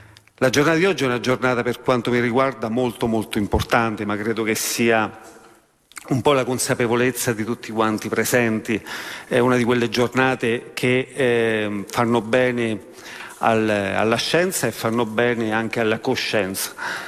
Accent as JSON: {"language": "Italian", "region": "Abruzzo", "country": "Italy", "said": "ve lo dico da abruzzese"}